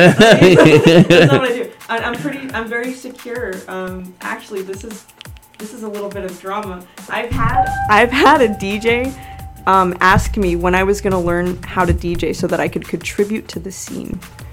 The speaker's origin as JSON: {"language": "English", "region": "Florida", "country": "United States", "tie": "born there", "also_born_or_lived": "Ozone Park, Queens, New York", "moved": "yes", "said": "I'm Guyanese and Puerto Rican, so that really is a combination that can only happen here. I grew up between here and Florida, so I'd spend all my summers in New York, and I went to school in Florida"}